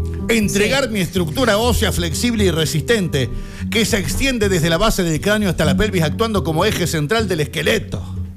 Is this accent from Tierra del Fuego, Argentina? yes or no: no; Córdoba, Argentina; accent: Cordoban; de locutor te van dando herramientas y vas eliminando un poco la tonada. Ya. A donde voy me dicen, sos cordobés, o sea, sí, imagínate.